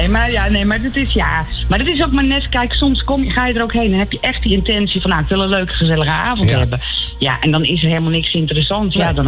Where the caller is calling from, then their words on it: Zaandam, North Holland, Netherlands; ik kom uit Zaandam.